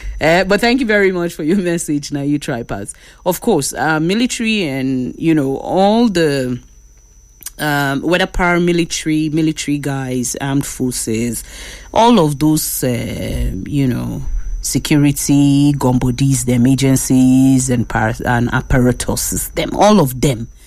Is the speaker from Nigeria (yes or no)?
yes; Nigeria; All of us cannot do the same thing in Nigeria now. Talking about endurance, being a Nigerian already is an endurance race